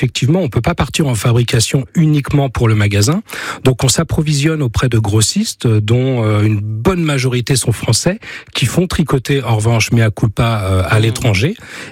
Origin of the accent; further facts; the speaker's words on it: Île-de-France, France; moved away as an adult; now in Dordogne, France; je ne suis pas d'ici, je suis une pièce rapportée et je viens d'Île-de-France. Et en m'installant en Dordogne, j'ai travaillé dans le tourisme puisque je parle anglais.